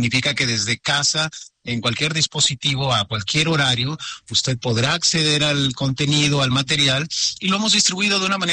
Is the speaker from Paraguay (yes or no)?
no; Mexico; born there; Yo nací en México hace 50 años y siempre tengo la sensación de que me hace falta algo para completar el paquete completo.